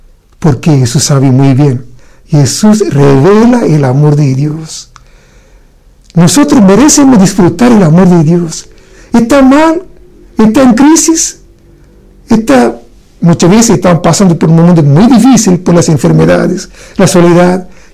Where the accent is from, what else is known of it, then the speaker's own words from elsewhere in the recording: India; Spanish is a second language; yo soy un sacerdote de la India